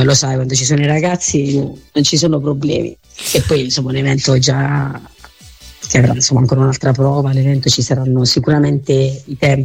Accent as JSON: {"language": "Italian", "town": "Lesina", "region": "Apulia", "country": "Italy", "tie": "born or raised there", "said": "E lo realizzeremo in un teatro qui a 15 km dal mio paese, che è un po' più grande, perché non abbiamo un teatro così grande qui all'Esina."}